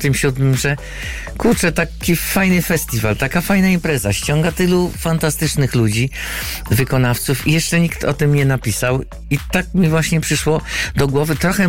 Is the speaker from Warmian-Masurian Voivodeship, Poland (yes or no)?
yes; Węgorzewo, Warmian-Masurian Voivodeship, Poland; born there; bo ja się urodziłem w ogóle w Węgorzewie, miałem tam sporo też znajomych